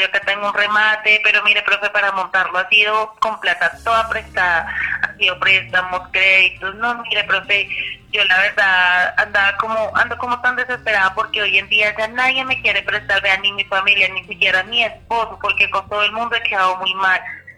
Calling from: Medellín, Antioquia, Colombia; Aquí es de Medellín, desde el barrio Buenos Aires.

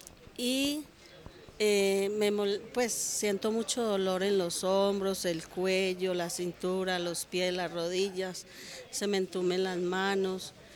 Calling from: Medellín, Antioquia, Colombia; De Robledo Miramar

